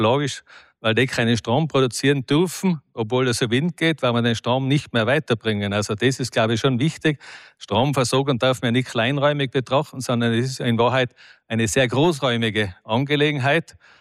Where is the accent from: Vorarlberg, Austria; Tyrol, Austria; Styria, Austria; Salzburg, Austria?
Tyrol, Austria; Ich komme aus dem Zillertal. Das Wasser im Zillertal gehört auch nicht dem Zillertal